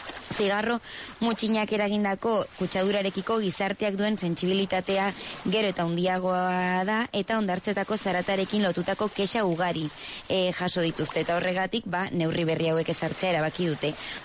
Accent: Eltzaburu, Navarre, Spain; Oso plan polita ere, nire herritik, Eltzaburutik, oinez joaten gara, joan altzara.

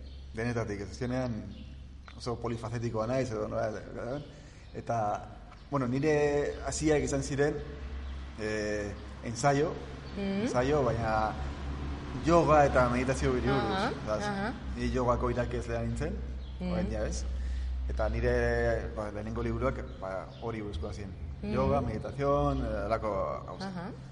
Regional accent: Villabona, Basque Country, Spain; born there; now in Urdiain, Spain; Ni jaio naiz, Bilabonan, eta Urdiain daramat, ba, 6 urte ingo ditut.

